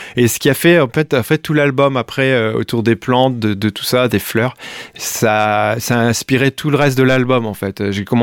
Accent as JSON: {"language": "French", "town": "Douai", "region": "Hauts-de-France", "country": "France", "said": "Oui, moi, je suis de Douai, et puis je suis vraiment pas loin."}